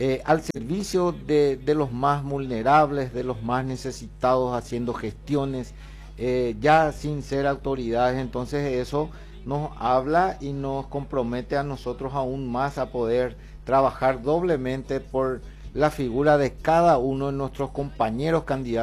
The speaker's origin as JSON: {"language": "Spanish", "town": "Coronel Oviedo", "region": "Caaguazú", "country": "Paraguay", "said": "Llegamos a las casas de nuestros conciudadanos obetenses"}